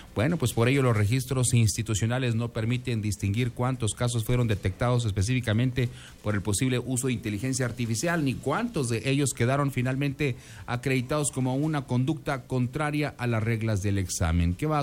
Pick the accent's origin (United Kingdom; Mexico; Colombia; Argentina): Mexico